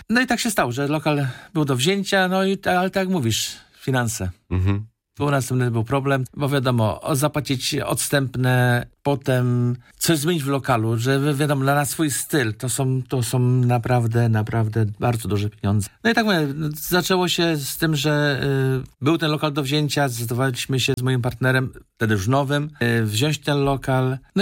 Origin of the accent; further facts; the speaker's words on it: Szczecin, West Pomeranian Voivodeship, Poland; now in Berlin, Germany; No jak przyjechałem to z Polski, ze Szczecina, to całkiem inny świat.